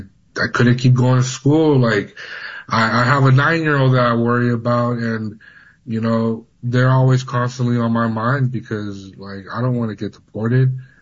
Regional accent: Bay Area, California, United States; also born or lived in Honduras; Honestly, I'm from California. I was born in Honduras, but being raised out here, you know, I feel like I got to experience the most, like, American upbringing. You know, my parents brought me to this country for a better life. I've grown up in the Bay Area

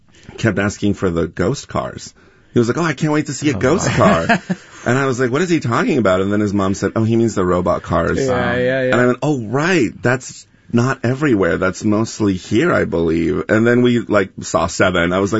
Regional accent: Albany, California, United States; I grew up in Albany

